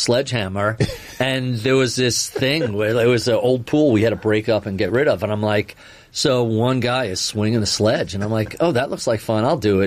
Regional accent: New York, United States; And I'm a New Yorker. I tend to talk fast.

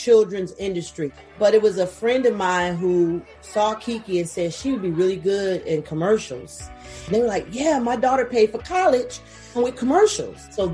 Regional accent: Chicago, Illinois, United States; I'm from Chicago.

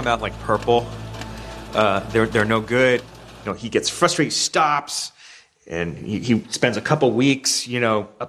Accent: Chicago, Illinois, United States; It's one of the great capitals of organized crime. Growing up in Bridgeport, there's guys right up the street.

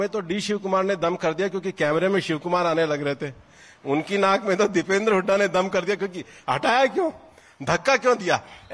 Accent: Delhi area, India; मैं तो दिल्ली के आसपास का ही रहने वाला हूँ

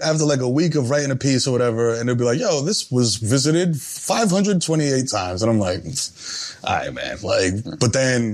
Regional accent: New York City, New York, United States; So this is the other thing too about growing up, you know, first generation and growing up in the Bronx

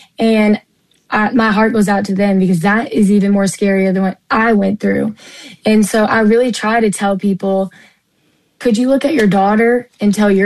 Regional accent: Owensboro, Kentucky, United States; born and raised in Kentucky

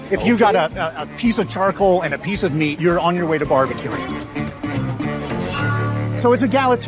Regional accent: Texas, United States; I, as a Texan

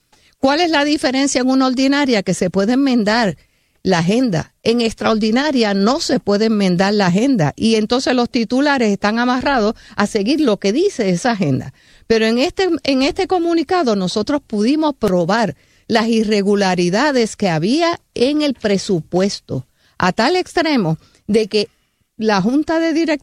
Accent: Yauco, Puerto Rico; Yo vengo de Yauco, en donde todos los problemas se resuelven en poco tiempo y caminando.

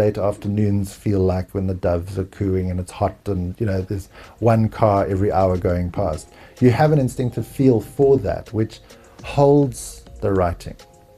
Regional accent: South Africa; as a South African, you have a feel for how South Africans speak and what things look like and taste.

